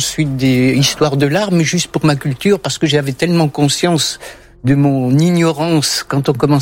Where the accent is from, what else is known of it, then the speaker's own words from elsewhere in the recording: Poitiers, Nouvelle-Aquitaine, France; Je suis né à Poitiers.